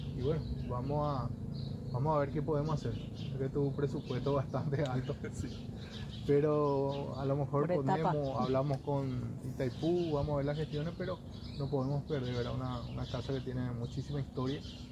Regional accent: Pilar, Ñeembucú, Paraguay; yo soy de Pilar, mi familia es de Pilar

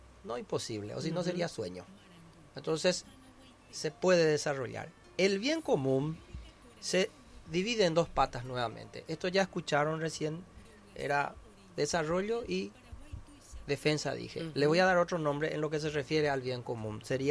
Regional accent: Paraguay; somos nosotros los paraguayos.

